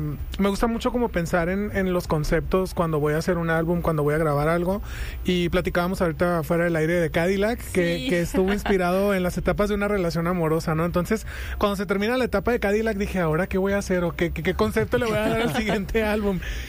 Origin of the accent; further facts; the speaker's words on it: Tijuana, Baja California, Mexico; soy un cantante de Tijuana